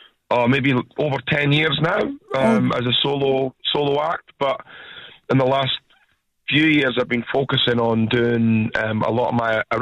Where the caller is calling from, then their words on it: Wanaka, Otago, New Zealand; I'm calling from Wanaka, mate.